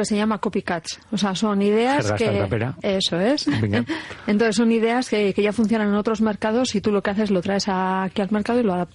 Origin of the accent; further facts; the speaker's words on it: Bilbao, Basque Country, Spain; Pues mira … Y bueno, soy de Bilbao